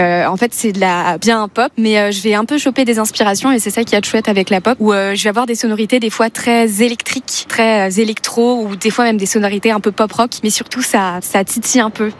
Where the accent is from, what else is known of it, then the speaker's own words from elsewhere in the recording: Lyon, Auvergne-Rhône-Alpes, France; je suis lyonnaise moi.